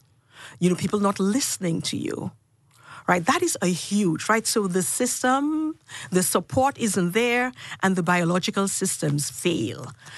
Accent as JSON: {"language": "English", "country": "Dominica", "tie": "born or raised there"}